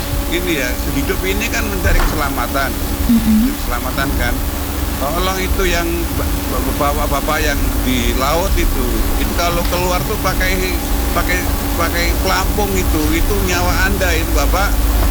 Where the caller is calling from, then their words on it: Madiun, East Java, Indonesia; Ya, kami dari Madiun ingin ya melambat sedikit saja.